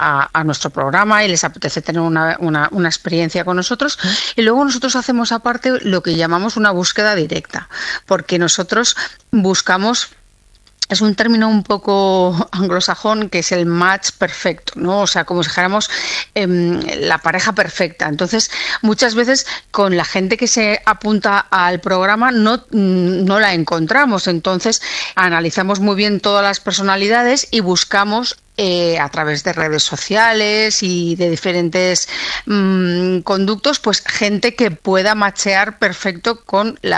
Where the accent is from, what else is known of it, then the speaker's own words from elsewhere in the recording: León, Castile and León, Spain; Pues yo soy de León.